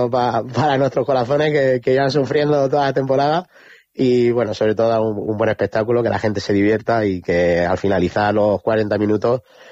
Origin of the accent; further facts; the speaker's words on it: Puertollano, Castilla-La Mancha, Spain; yo que soy aquí de Puerto Llano